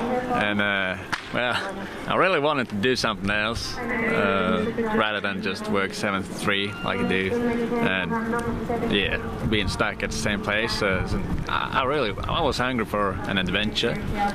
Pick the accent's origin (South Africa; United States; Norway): Norway; now in Australia; I'm from Norway. I'm 25 years old.